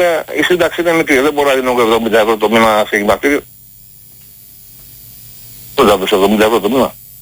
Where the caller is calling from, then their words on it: Greece; Εγώ είμαι Έλληνας πατριώτης, χριστιανός ορθόδοξος.